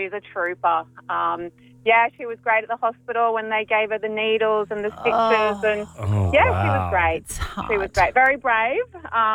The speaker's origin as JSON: {"language": "English", "town": "Beaudesert", "region": "Queensland", "country": "Australia", "said": "Yes, I am from Bow Desert."}